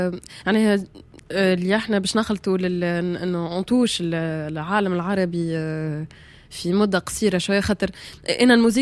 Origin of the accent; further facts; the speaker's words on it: Tunisia; مثلا انا كتونسيه حتى كنغني بلهجات ولا فصحى